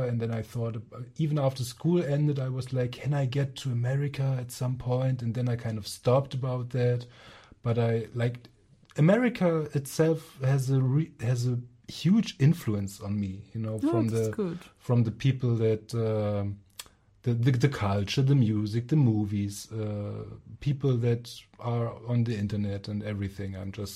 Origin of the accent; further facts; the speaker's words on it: Germany; accent: German; English is a second language; because we are talking English. We have this whole German accent and dialects thing going on, and sometimes